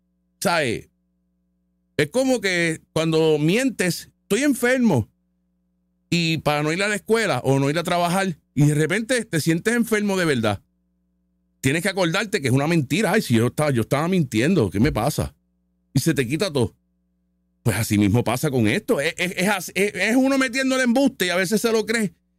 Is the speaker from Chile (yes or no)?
no; Puerto Rico